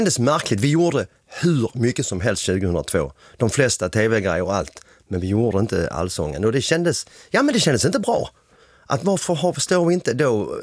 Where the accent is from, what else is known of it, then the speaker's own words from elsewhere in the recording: Helsingborg, Skåne, Sweden; Ja, landet. Vi kom ju inte från Stockholm, vi kom från Helsingborg.